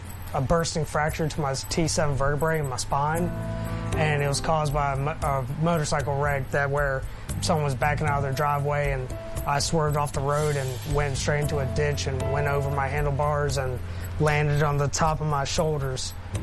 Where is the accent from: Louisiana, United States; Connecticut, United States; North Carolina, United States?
North Carolina, United States; Wilmington; born there; moved away as an adult; also born or lived in Fort Hood, Texas; I was born in Carolina Beach or Wilmington area, and then in 2012 I graduated high school and joined the United States Army